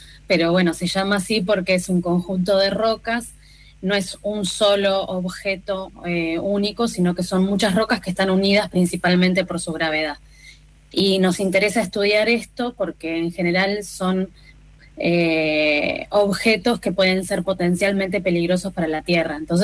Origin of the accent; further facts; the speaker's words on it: Bahía Blanca, Buenos Aires Province, Argentina; Yo soy de Bahía Blanca